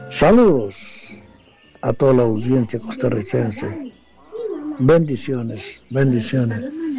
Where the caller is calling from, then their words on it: Panamá, Panama; desde los altos de Cerro Azul, Panamá.